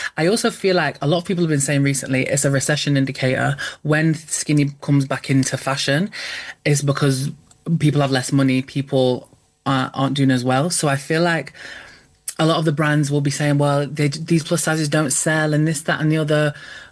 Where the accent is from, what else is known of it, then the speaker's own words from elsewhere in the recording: United Kingdom; I mean, I think as British people in general, sex in itself is extremely taboo